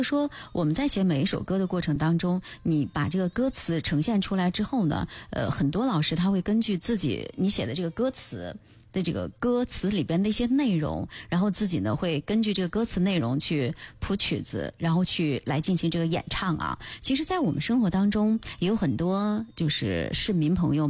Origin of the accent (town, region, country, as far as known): Linfen, Shanxi, China